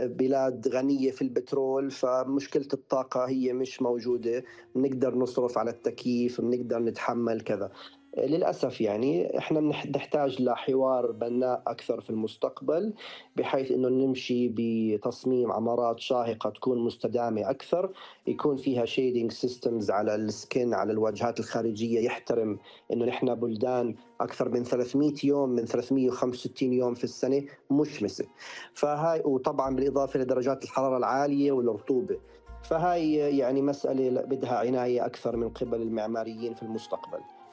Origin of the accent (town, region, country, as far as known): Jordan